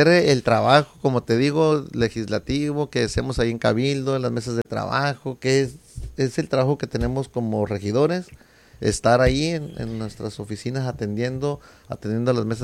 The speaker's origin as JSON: {"language": "Spanish", "country": "Mexico", "tie": "born there", "said": "Soy del barrio de La Cachona."}